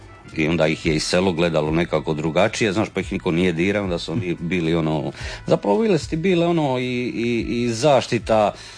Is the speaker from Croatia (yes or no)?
yes; Split-Dalmatia County, Croatia; baš kod nas gore u Gornjim Poljicima